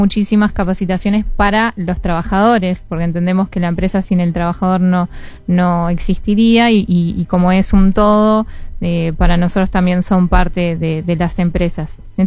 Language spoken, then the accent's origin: Spanish; Montevideo, Uruguay; moved away as an adult; now in Maldonado, Uruguay; soy de Montevideo y me vine a Maldonado hace 11 años